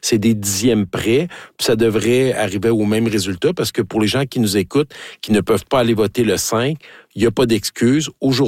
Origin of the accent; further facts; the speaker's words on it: Quebec, Canada; Et ça arrive jusque dans mon coin de pays, dans Richmond, dans Arthabasca.